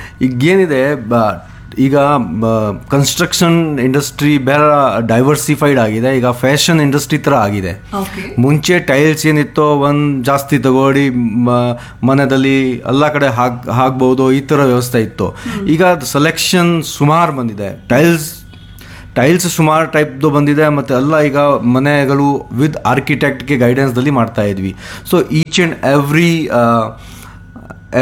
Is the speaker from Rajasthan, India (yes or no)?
yes; Rajasthan, India; now in Shivamogga, India; ನಾನು ಬೇಸಿಕಲಿ ನಾನು ರಾಜಸ್ಥಾನಿಂದ, but last 24 years ಶಿವಮೊಗ್ಗದಲ್ಲಿ ಇದ್ದೀನಿ.